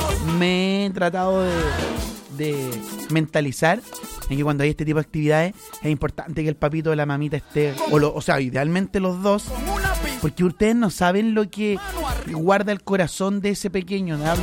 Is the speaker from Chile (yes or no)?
yes; Chile; yo soy chileno.